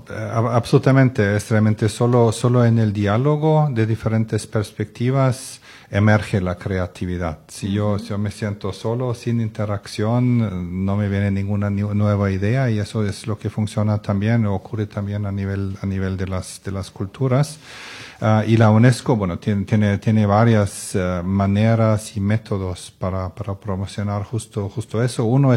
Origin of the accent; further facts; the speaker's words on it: Germany; moved away as an adult; now in Costa Rica; Yo soy de Alemania y hay muchas décadas de inmigración también, sí.